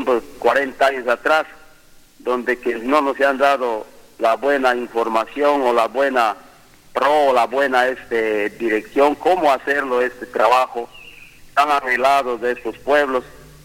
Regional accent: San Martín, Peru; pertenezco a esta comunidad de Pintuyacu y a este hermoso valle, que es el Valle Pintuyacu.

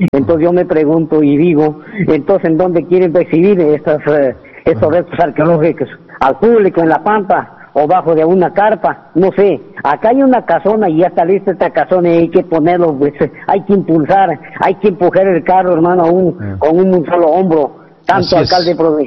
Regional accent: Chota, Cajamarca, Peru; born there; also born or lived in Huánuco, Peru; now in Utcubamba, Peru; en mi tierra natal, Chota, y gracias, agradezco también a la provincia de Ucubamba, esta tierra generosa que me dio acogida, creo que en Amazonas, y me siento un amazonense

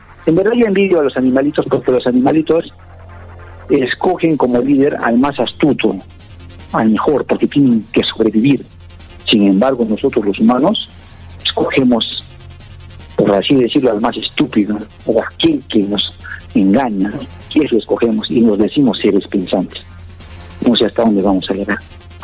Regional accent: Peru; born there; yo soy peruano, nacido en esta tierra y me siento orgulloso de serlo.

